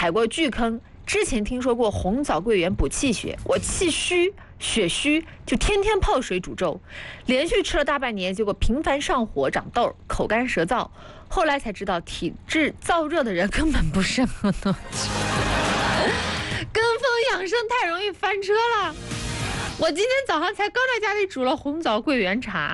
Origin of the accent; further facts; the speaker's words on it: Anhui, China; 我们这边你也知道，我们安徽这边啥东西都红烧啊，干煸啊，炖的。